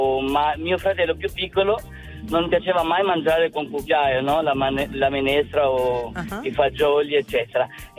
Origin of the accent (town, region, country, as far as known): Albania; born or raised there; now in Legnano, Italy